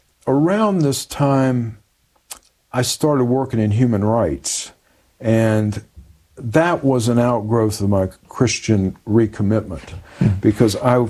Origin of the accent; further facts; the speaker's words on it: the South, United States; You know, I grew up in the South.